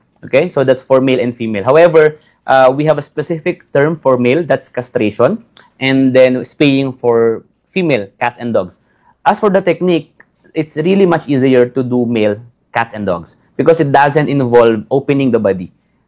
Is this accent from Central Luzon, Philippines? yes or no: yes; Gapan City, Central Luzon, Philippines; now in Quezon City, Philippines; We have 1 clinic in my hometown, that's in Gapan City, Nueva Ecija. The other clinic is here in Quezon City.